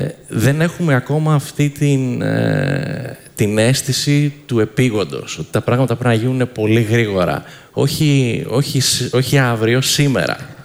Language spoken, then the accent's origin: Greek; Athens, Attica, Greece; moved away as an adult; now in New York, United States; μεγάλωσα στην Αθήνα, μεγάλωσα στην Ελλάδα, τελείωσα το Λύκειο εδώ. Είμαι σχεδόν 30 χρόνια τώρα στην Αμερική, στη Νέα Υόρκη.